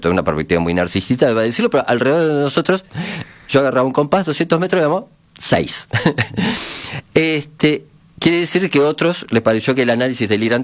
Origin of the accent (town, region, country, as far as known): Montevideo, Uruguay; born there